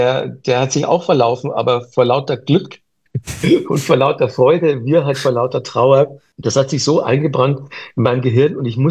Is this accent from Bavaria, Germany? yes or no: yes; Manching, Bavaria, Germany; born or raised there